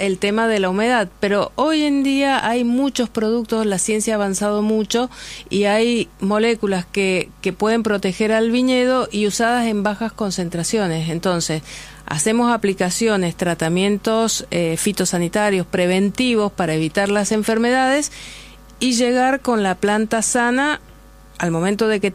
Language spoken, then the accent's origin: Spanish; Mendoza, Argentina; Por eso vengo de Mendoza y estamos, claro, formando que, estamos, o sea, formando gente